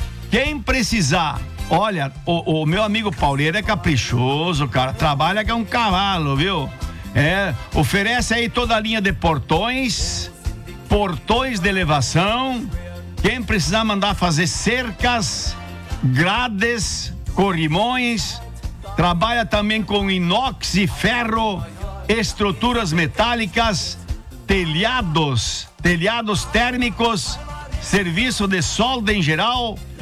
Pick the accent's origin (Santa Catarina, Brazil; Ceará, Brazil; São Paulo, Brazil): Santa Catarina, Brazil; Lindóia do Sul; Em Lindóia do Sul, na minha terra natal